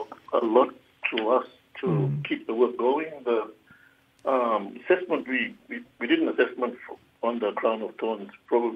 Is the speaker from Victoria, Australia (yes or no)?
no; Mabuiag, Queensland, Australia; Me, personally, I'm from Mabiog, the western side Torres Strait.